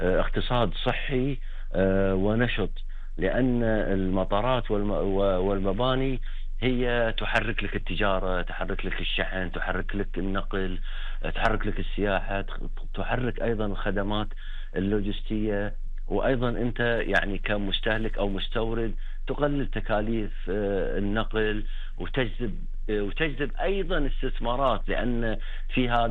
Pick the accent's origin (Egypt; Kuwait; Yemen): Kuwait; عندنا في الكويت